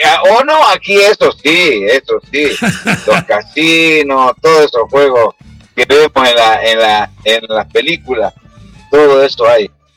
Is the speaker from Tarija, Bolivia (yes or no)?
yes; Tarija, Bolivia; Yo le digo, él es de la ciudad, yo soy del campo, le digo. Así que él es chapaco, yo soy chaqueño.